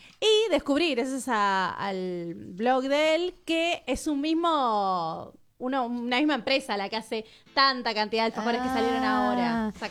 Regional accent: Argentina; somos bien argentinos.

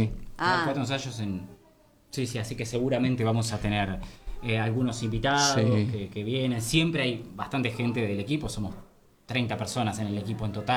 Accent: Italy; Soy italiano, somos italianos, hablamos con las manos nosotros.

